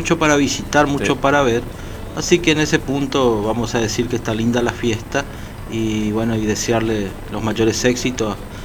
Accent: Oberá, Misiones, Argentina; muchos que somos de Oberá y trabajamos en otro municipio.

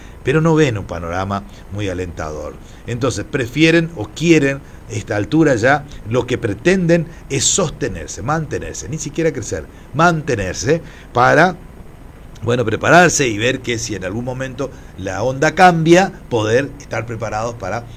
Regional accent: Argentina

